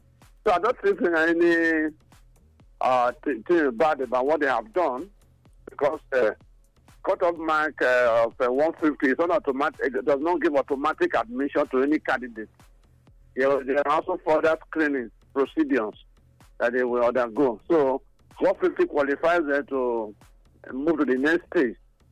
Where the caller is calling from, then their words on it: Benin City, Edo, Nigeria; I'm calling from Benin.